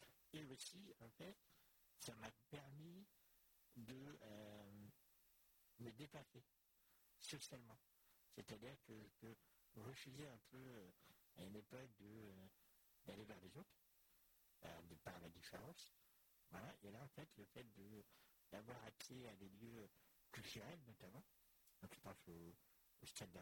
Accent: Normandy, France; now in Caen, France; je suis né à Fère, dans l'Orne. Donc j'ai vécu une bonne partie de ma jeunesse donc dans un cadre du tout rural, puisque j'ai habité une petite commune qui s'appelait Pouluy, qui avait à peu près 1000 habitants, pas plus.

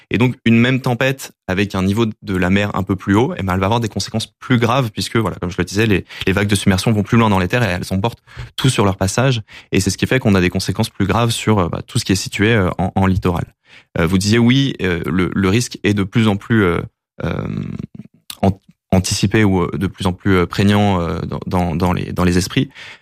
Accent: the Alps, France; Je viens des Alpes. J'ai vu la mer de glace fondre quasiment à vue d'œil, hein, par rapport à mon enfance.

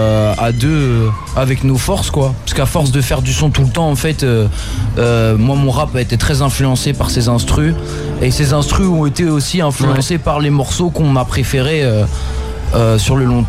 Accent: Caen, Normandy, France; Ça fait 3 ans qu'on travaille ensemble, on vient de Caen.

